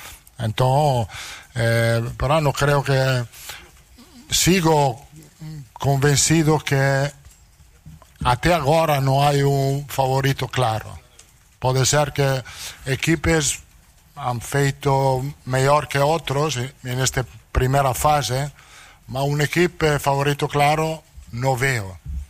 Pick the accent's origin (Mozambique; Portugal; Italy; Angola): Italy; Portuguese is a second language; now in Brazil